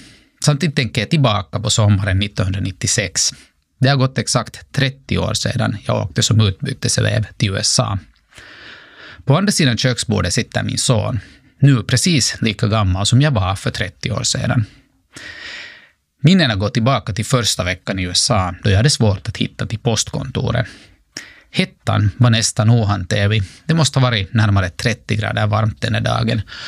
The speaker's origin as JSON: {"language": "Swedish", "country": "Finland"}